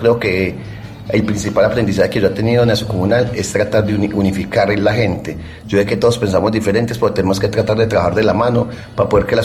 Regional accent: Ituango, Antioquia, Colombia; also born or lived in Santa Rita, Ituango; ya mi mamá se viene para acá, para Ituango, nos queda toda la familia, entonces acá me crío en el municipio de Ituango.

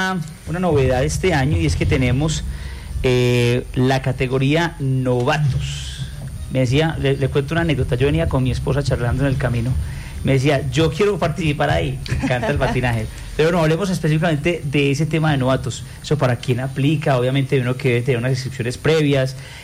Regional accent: El Santuario, Antioquia, Colombia; Yo vengo de otro municipio, yo soy del municipio del Santuario

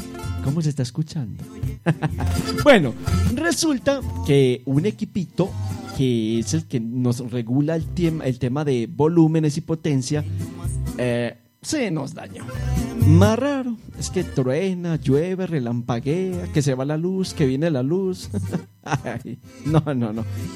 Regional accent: Paisa region, Colombia; si no fuéramos paisas berracos

